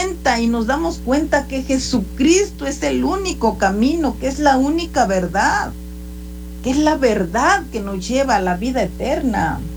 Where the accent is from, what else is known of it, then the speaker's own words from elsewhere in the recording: Guerrero, Mexico; Cuando yo estaba chica, en Guerrero, donde yo nací, cuando vivían mis padres